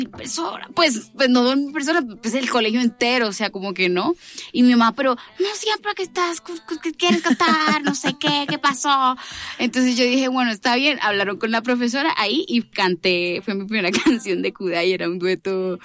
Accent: Montería, Córdoba, Colombia; moved away as an adult; now in Bogotá, Colombia; Yo nací en Montería, llevo 10 años en Bogotá, o sea, yo llegué a los 17, o sea, en 2016.

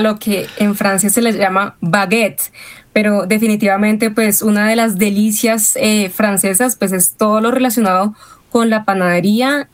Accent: Colombia; uno pues se va con sus costumbres arraigadas colombianas

